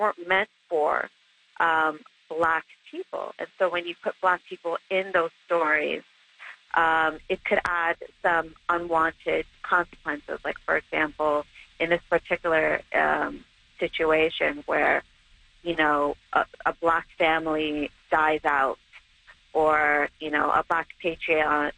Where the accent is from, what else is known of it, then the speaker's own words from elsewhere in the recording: Nigeria; I'm Nigerian myself.